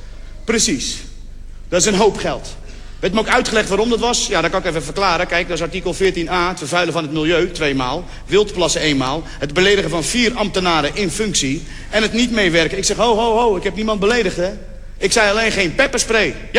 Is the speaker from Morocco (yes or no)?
yes; Morocco